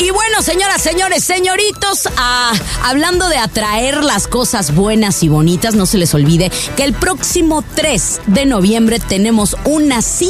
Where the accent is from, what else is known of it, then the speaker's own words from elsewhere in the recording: Guadalajara, Jalisco, Mexico; moved away; estas tapatías que importaron desde Guadalajara, Guadalajara, Jalisco, México.